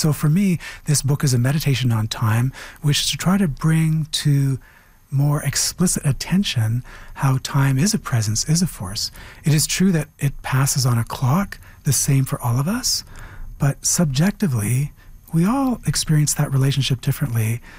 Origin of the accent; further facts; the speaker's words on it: Canada; You know, I'm wholly Canadian. I'm not some portion Canadian. I'm wholly Anishinaabe, not some portion Anishinaabe.